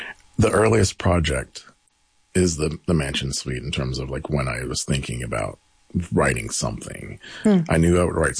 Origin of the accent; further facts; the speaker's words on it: Georgia, United States; my hometown was the antebellum and Confederate capital of Georgia